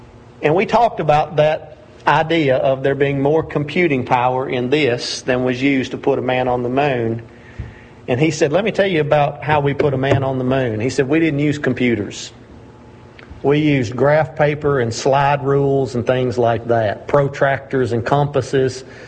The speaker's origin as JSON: {"language": "English", "region": "Tennessee", "country": "United States", "said": "I'm from Tennessee, and it took me forever to find Pograb, Tennessee."}